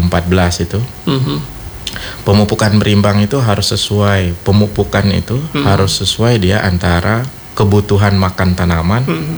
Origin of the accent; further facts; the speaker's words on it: Sumbawa, West Nusa Tenggara, Indonesia; born there; moved away as an adult; Lahir juga Sumbawa. Memang saya orang Sumbawa, dulu tugas di Sumbawa, sekarang pindah.